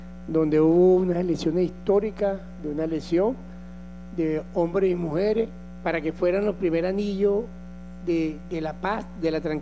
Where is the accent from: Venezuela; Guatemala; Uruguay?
Venezuela